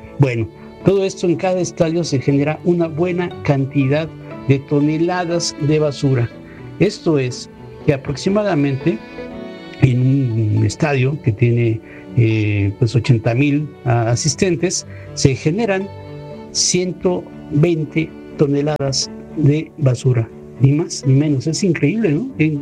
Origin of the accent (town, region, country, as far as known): Mexico